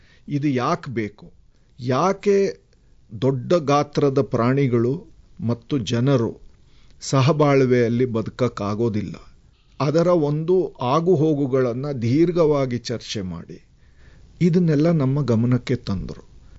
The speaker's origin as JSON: {"language": "Kannada", "town": "Bengaluru", "region": "Karnataka", "country": "India", "tie": "born or raised there", "said": "ನಾನು ಬೆಂಗಳೂರು"}